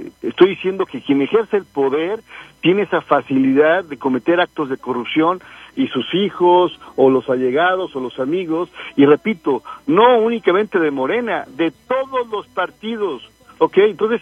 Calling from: Mexico City, Mexico; yo soy de la Ciudad de México

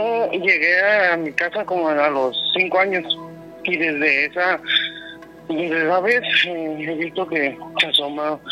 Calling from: Tijuana, Baja California, Mexico; Desde Tijuana.

